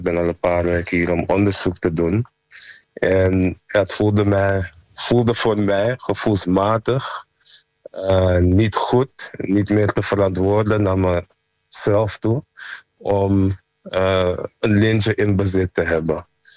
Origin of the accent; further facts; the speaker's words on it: Amsterdam, North Holland, Netherlands; born there; Ik ben zelf van Surinaamse afkomst, in Amsterdam geboren.